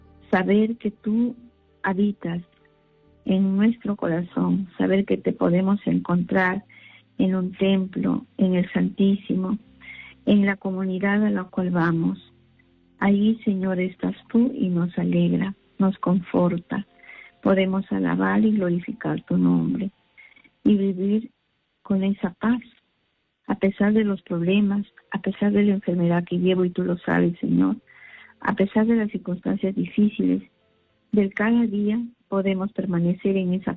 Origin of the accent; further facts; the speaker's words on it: Peru; para que como peruanos podamos unificarnos, podamos tener un mismo corazón. Eso es lo que queremos en nuestro país también, paz.